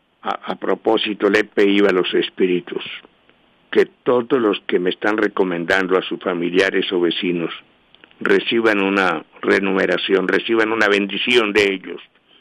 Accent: Bogotá, Colombia; estuve con mi esposo allá, yo soy de Bogotá, de Ciudad Caney, tenemos por acá un negocito

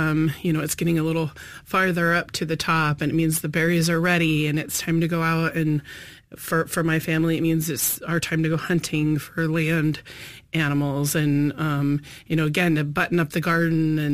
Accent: Idaho, United States; I can't get that here in the way that I grew up in Idaho.

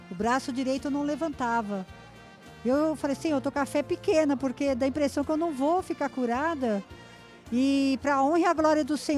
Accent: Guarulhos, São Paulo, Brazil

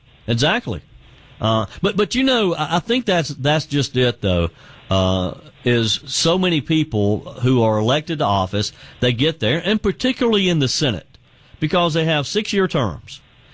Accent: Greenville, South Carolina, United States; moved away; my hometown area of Greenville, South Carolina

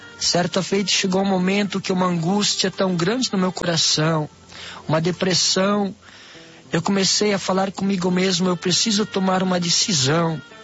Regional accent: Formosa do Sul, Santa Catarina, Brazil; Sou da cidade de Formosa do Sul, Santa Catarina. Eu nasci no berço evangélico

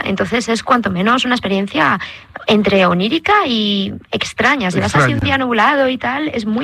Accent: León, Castile and León, Spain; Soy de León. Entonces, ¿qué le íbamos a hacer?

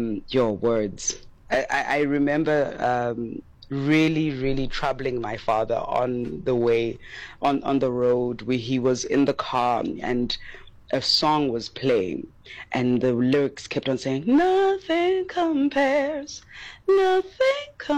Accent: King William's Town, Eastern Cape, South Africa; the community that I was raised in King Williamstown.

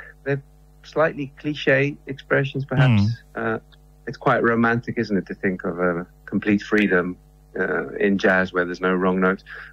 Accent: Spain; So I grew up in Spain. My mother's English, though, hence the accent.

